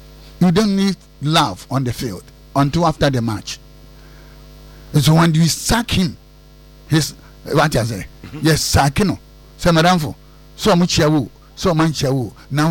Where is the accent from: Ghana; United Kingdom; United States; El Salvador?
Ghana; if you take all my money, I am still a Ghanaian.